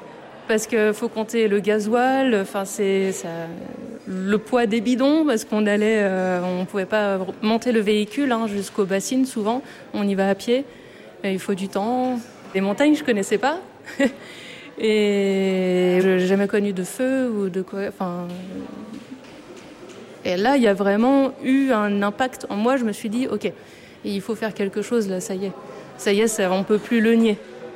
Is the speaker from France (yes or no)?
yes; Saint-Romain, France; je viens de Saint-Romain. Je suis nouvelle dans le Diois.